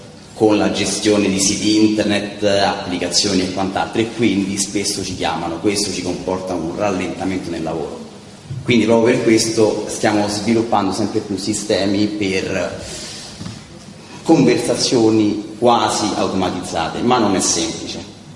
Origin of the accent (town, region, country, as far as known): Rome, Lazio, Italy